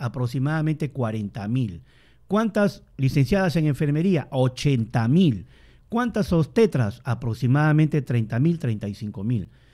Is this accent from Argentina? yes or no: no; Loreto, Peru; yo soy de Loreto